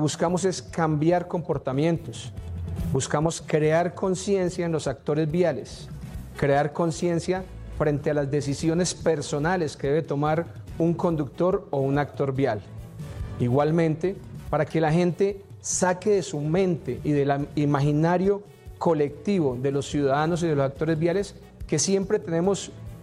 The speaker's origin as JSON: {"language": "Spanish", "country": "Colombia", "said": "Nosotros, como colombianos"}